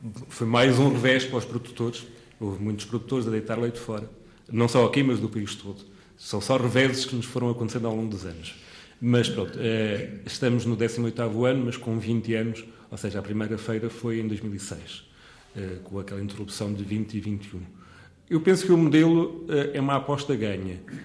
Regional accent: Soalheira, Centro, Portugal; quando nós dizemos que somos da Soalheira

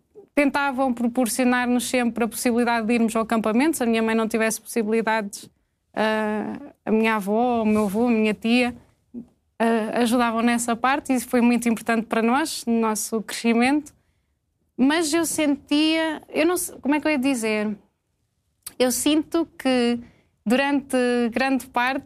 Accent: Serpins, Coimbra, Portugal; Nasci na maternidade em Coimbra.

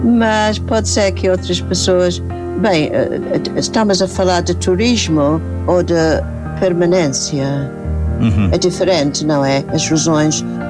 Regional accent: England, United Kingdom; Portuguese is a second language; Sim, mas por outro lado, há muitas inglesas, porque sou inglesa, não é? Há muitas inglesas residentes aqui que fazem muitas coisas boas também.

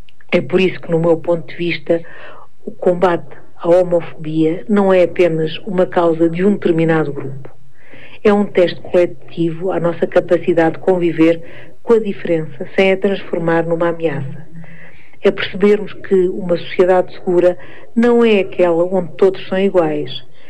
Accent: Guarda, Portugal; born there; moved away; also born or lived in Germany; Sou portuguesa, nascida e criada em Portugal, numa família tradicional, da guarda

